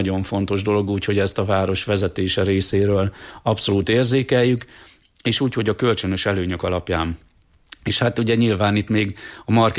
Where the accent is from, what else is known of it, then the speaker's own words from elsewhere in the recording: Hungary; magyarok vagyunk